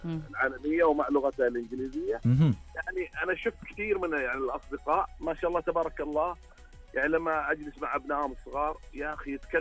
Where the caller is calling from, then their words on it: Saudi Arabia; احنا عندنا في السعوديه تحديدا